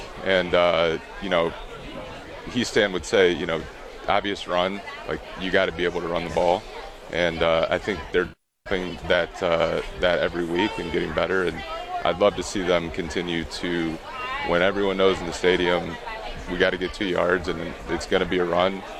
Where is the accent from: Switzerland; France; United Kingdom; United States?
United States; South Carolina; also born or lived in Chicago, United States; I was born in the Chicago suburbs, moved down to South Carolina growing up when you kind of form an allegiance to a team.